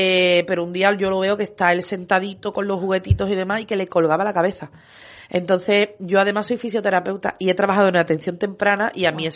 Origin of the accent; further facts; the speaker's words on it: Seville, Andalusia, Spain; yo digo que es nuestra familia de Menorca y para ello nosotros somos su familia de Sevilla